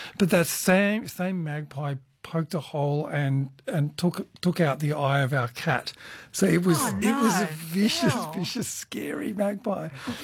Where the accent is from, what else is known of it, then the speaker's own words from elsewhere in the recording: Muswellbrook, New South Wales, Australia; So I grew up in Musselbrook